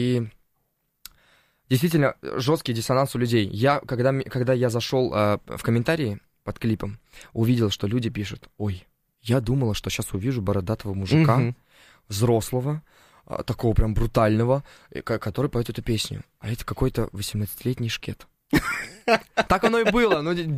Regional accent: Uzbekistan; also born or lived in Turkmenistan; Я вообще родился в Туркменистане, а вырос в Узбекистане. Но родина для меня Узбекистан, потому что я именно все мое осознанное детство прошло там.

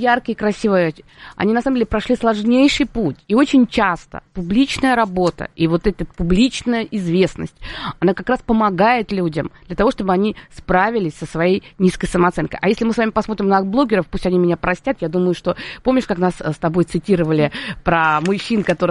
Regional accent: Moscow, Russia; born there; И с того момента, когда я пережила эти три дня, и когда мы попали в Москву, хотя я родилась в Москве, мы уезжали потом

